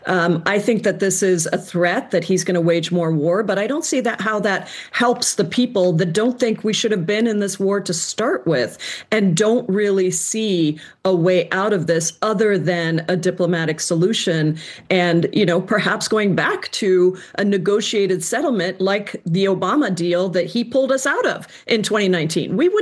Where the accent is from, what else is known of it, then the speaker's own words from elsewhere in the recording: Washington, United States; Here in my home state of Washington, it's up around $7.